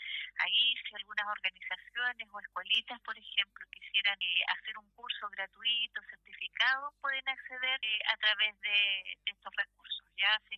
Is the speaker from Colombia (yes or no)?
no; Viña del Mar, Valparaíso, Chile; yo soy de Viña del Mar, vivo acá, trabajo acá